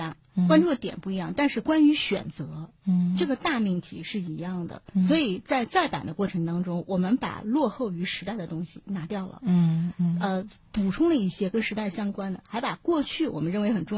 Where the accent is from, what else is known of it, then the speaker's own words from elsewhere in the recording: Anhui, China; moved away as an adult; 那像我是安徽人